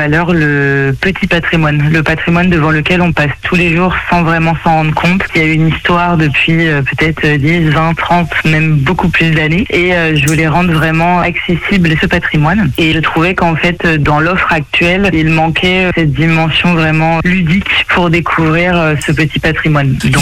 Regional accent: Le Mans, Pays de la Loire, France; born there; also born or lived in Nantes; now in Angers, France; je suis nantaise d'origine et j'ai élu domicile à Angers il y a une quinzaine d'années. Mais je suis mancelle, je suis née au Mans.

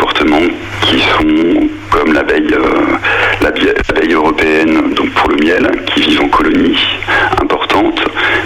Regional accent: eastern France, France; moved away; Je viens de l'est de la France, donc les cigognes je connaissais

